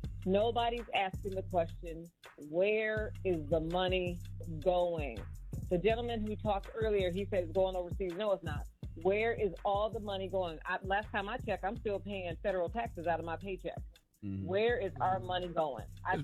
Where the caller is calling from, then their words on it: Milwaukee, Wisconsin, United States; I'm calling from Mary. Next door, Milwaukee.